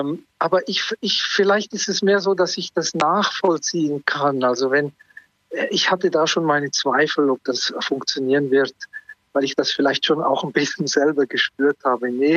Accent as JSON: {"language": "German", "country": "Switzerland", "moved": "yes", "lives_now": "Iceland", "said": "da merke ich dann so als Schweizer"}